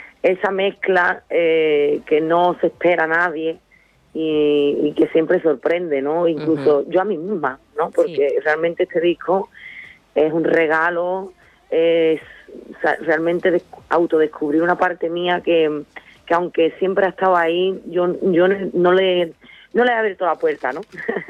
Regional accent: Sanlúcar de Barrameda, Andalusia, Spain; moved away; Yo cada vez que vengo a mi tierra

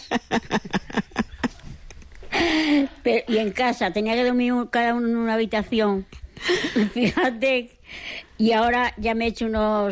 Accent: Arroyomolinos, Extremadura, Spain; Yo vivía en Torremenga, aunque yo soy de Arroyomolinos, me hice una casa en Torremenga y viví ahí.

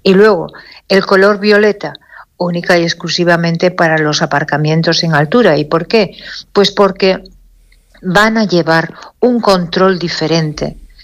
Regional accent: Torrelavega, Cantabria, Spain; esas personas que somos de Torrelavega

